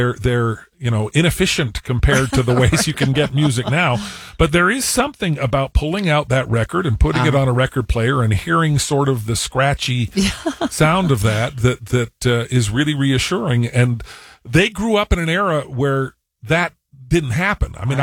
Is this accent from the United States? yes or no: yes; California, United States; moved away; I grew up in Southern California, and every time I go back there, I'll spend an hour or two just driving through the old neighborhood.